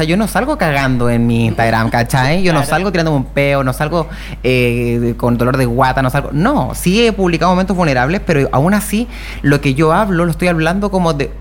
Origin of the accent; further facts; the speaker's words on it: Monterrey, Nuevo León, Mexico; nos mandamos las partes y somos regias y hacemos cosas